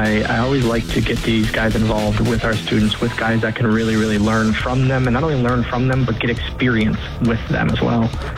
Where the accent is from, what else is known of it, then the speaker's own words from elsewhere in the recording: Oshkosh, Wisconsin, United States; so we started 13 years ago in Oshkosh, my hometown, my whole life. I've lived here literally my whole life.